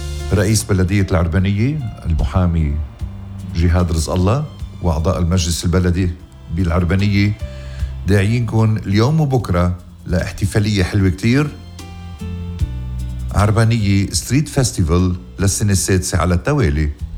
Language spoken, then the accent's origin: Arabic; Lebanon; إن شاء الله تشتي خيرة السماء على وطننا لبنان يا رب